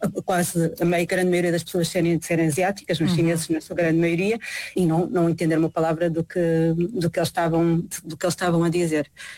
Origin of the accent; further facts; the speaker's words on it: Macau; enquanto vivi tantos anos em Macau e apesar de ter crescido lá e ser, na realidade, o local onde eu cresci e tenho uma relação muito próxima